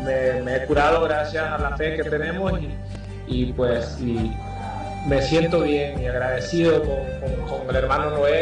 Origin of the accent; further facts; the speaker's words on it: Puerto Cortés, Cortés, Honduras; Vengo de Puerto Cortés.